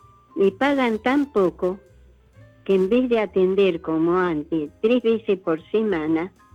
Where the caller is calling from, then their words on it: San Miguel, Argentina; Yo soy de San Miguel.